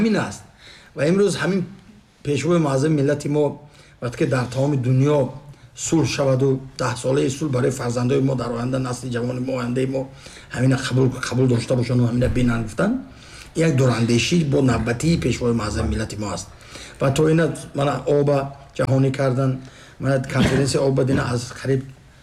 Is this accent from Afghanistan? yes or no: no; Khorugh, Gorno-Badakhshan, Tajikistan; من همین خاروق هستم گفتم مادر من همین خاروق برای من … من بدخشانی هستم